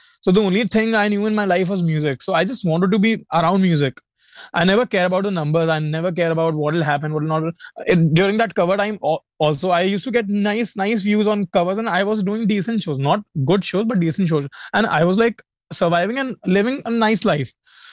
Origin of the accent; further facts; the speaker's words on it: Meerut, Uttar Pradesh, India; moved away; While growing up in Meerut